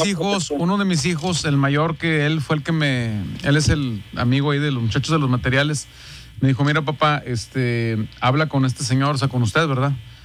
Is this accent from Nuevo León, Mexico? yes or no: yes; Linares, Nuevo León, Mexico; now in Guadalupe, Mexico; Nosotros somos de Linares, señor.